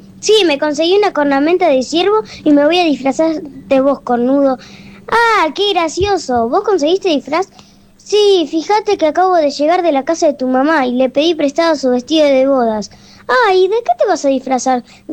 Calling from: Temperley, Buenos Aires Province, Argentina; de Temperley.

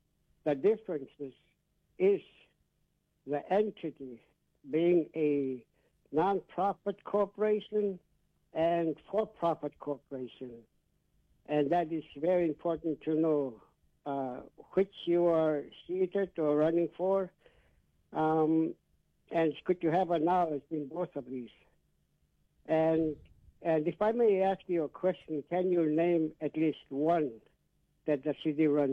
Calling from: Napakiak, Alaska, United States; It's from Napakiak, not Napakiak.

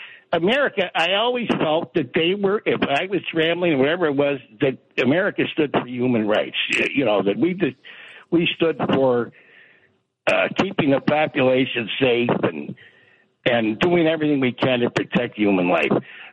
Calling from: United States; I was always proud of being American

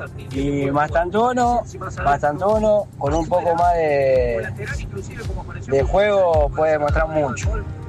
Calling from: La Ferrere, Buenos Aires Province, Argentina; de La Ferrere, volviendo a casa.

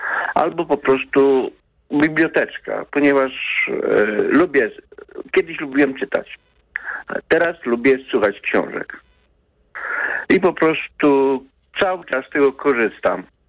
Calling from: Łódź, Łódź Voivodeship, Poland

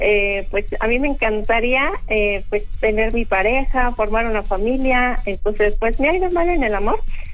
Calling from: Morelia, Michoacán, Mexico; soy de Morelia.

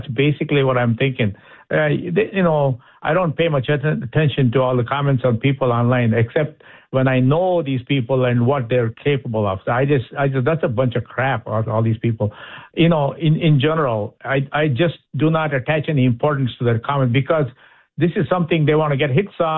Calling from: Minnesota, United States

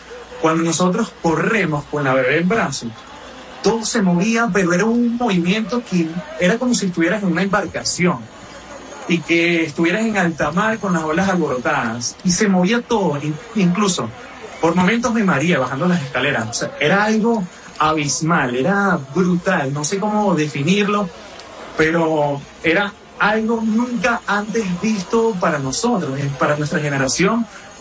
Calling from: Chacao, Miranda, Venezuela; Yo vivo en Chacao

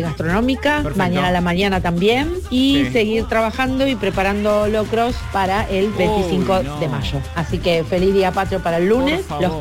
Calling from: General Pacheco, Buenos Aires Province, Argentina; de Pacheco.

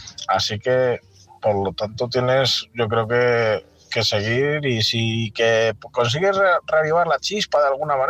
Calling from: Palencia, Castile and León, Spain; corresponsal de Palencia

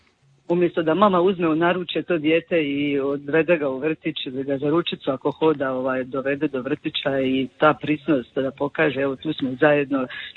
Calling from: Drniš, Šibenik-Knin County, Croatia; ja dolazim iz Drniša

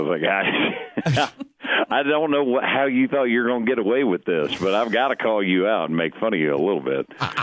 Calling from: Nashville, Tennessee, United States; I'm in Nashville.

